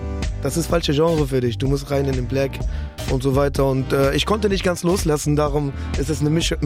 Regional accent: Lower Saxony, Germany; now in Bremen, Germany; Ich komme aus, ich bin mittlerweile Bremer, ich komme eigentlich hinter Oldenburg aus dem Kleinstadt Friseute.

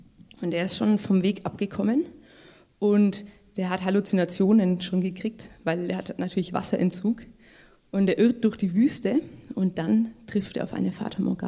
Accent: Munich, Bavaria, Germany; wir sind aus München

